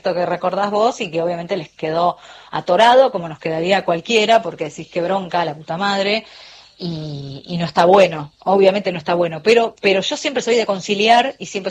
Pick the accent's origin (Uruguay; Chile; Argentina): Argentina; nosotros, como argentinos, sé que hinchamos siempre por Latinoamérica.